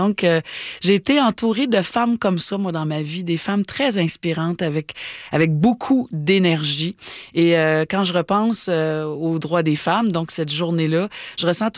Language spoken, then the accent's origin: French; Montreal, Quebec, Canada; puis tellement qu'elle avait une boutique de vêtements à Villemard, dans le sud-ouest de Montréal, là où j'ai grandi.